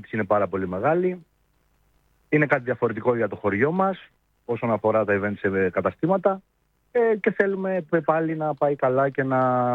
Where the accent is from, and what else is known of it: Pythagoreio, North Aegean, Greece